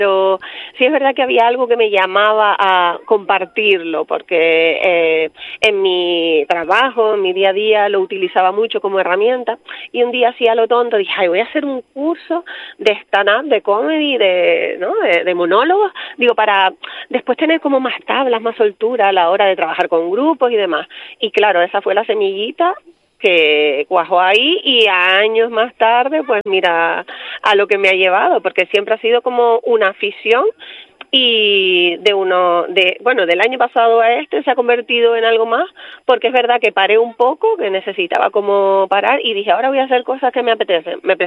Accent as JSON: {"language": "Spanish", "town": "Arico", "region": "Canary Islands", "country": "Spain", "said": "de Arico, de Arico Viejo soy, de Tenerife."}